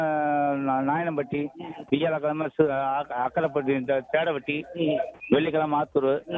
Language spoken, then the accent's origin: Tamil; Neikkarapatti, Tamil Nadu, India; now in Athoor, India; சொந்த ஊர் எனக்கு, நான் பிறந்தது பழனி, பழனி பக்கம் நெய்க்காரப்பட்டி. அப்பா பிறந்தது ஆத்தூர். ஆமா, சூழ்நிலை வந்து மாதிரி தான் ஆத்தூர் இருக்கேன்.